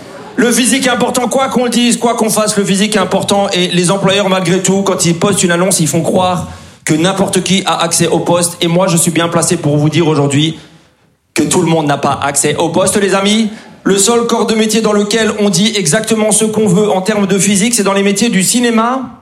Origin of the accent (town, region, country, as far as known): Grand Est, France; born or raised there